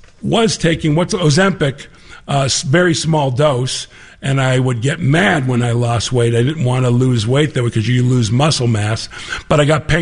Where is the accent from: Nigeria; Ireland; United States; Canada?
United States; Chicago, Illinois; And yeah, obviously, I'm a Chicagoan, very proud.